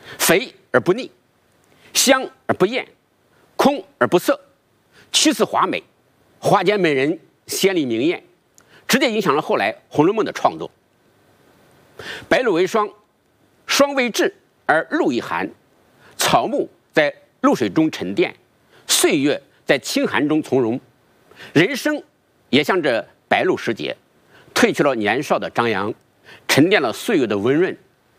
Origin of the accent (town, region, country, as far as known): China